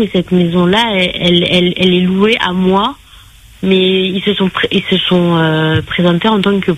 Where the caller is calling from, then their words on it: Lyon, Auvergne-Rhône-Alpes, France; je vous appelle de la France.